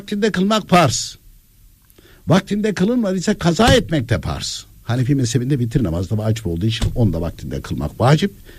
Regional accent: Konya, Turkey; ben de kendim Konyalıyım.

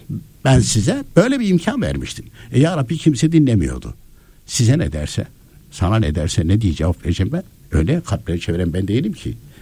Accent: Konya, Turkey; Konya'da, ben Konyalıyım ya.

